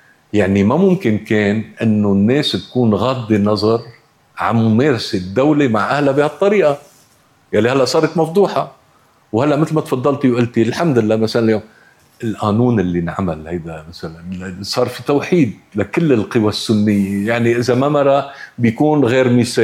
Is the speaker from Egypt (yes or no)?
no; Lebanon; نحن كلبنانيين